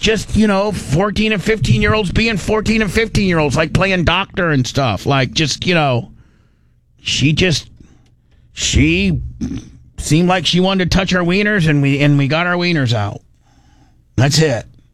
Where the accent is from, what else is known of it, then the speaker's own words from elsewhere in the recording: Midwest, United States; I was just a regular kid growing up in the Midwest